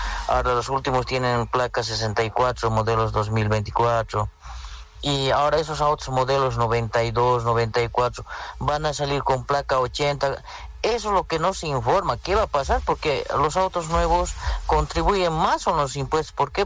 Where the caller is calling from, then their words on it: Tarija, Bolivia; Aquí le llamo desde Tarija